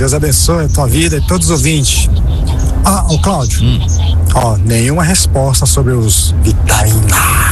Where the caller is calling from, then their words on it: Hamamatsu, Shizuoka, Japan; falo de Hamamatsu, Japão.